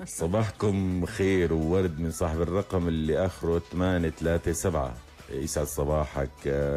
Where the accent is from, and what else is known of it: Aleppo, Aleppo Governorate, Syria